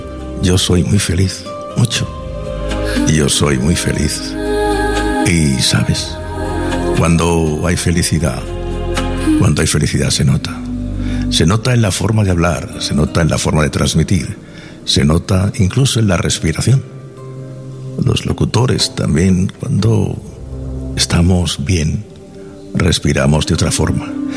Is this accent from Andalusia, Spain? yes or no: yes; Granada, Andalusia, Spain; accent: granadino; los primeros dientes de leche me salieron en Granada, ¿eh? Granada.